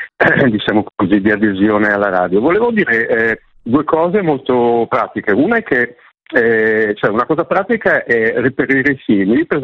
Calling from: Lombardy, Italy; io abito fuori Milano

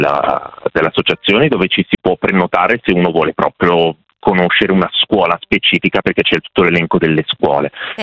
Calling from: Milan, Lombardy, Italy; Milano, sono in Porta Romana

